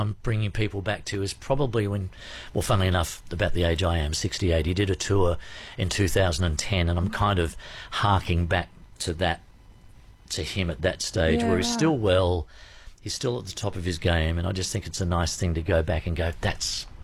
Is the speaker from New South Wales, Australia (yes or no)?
yes; Sydney, New South Wales, Australia; moved away; also born or lived in Newcastle / Tamworth; And Tamworth, it was the one and only time I've lived outside a city. I grew up in Sydney, lived mostly in Newcastle. I've been around the traps. But my 3 years here in the New England, in Tamworth, was just, it was magic.